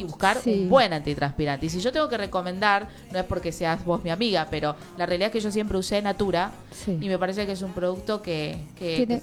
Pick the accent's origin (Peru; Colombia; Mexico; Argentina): Argentina; y para nosotros como argentinos un orgullo también